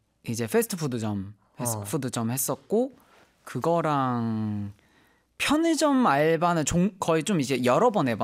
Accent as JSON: {"language": "Korean", "town": "Naesu", "region": "North Chungcheong", "country": "South Korea", "tie": "born or raised there", "moved": "as an adult", "lives_now": "Seoul, South Korea", "said": "아, 그 제가 내수읍이라고 예. 청주시에서 지금은 청주시에서 저희가 들어갔거든요. 청원군이었다가 청원구가 돼서 들어가서 아. 내수읍 사람이었었어요."}